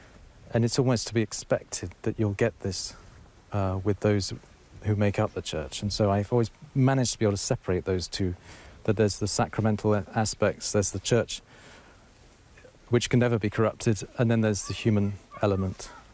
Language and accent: English; Canterbury, South East England, United Kingdom; moved away; also born or lived in North London; I was brought up Anglican in Canterbury, in fact. So I was confirmed by Robert Runcie as an Anglican.